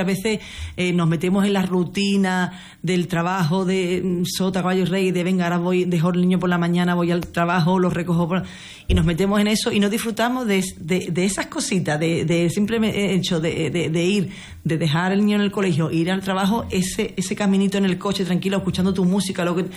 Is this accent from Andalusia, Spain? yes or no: yes; Huelva, Andalusia, Spain; yo soy de Huelva Capital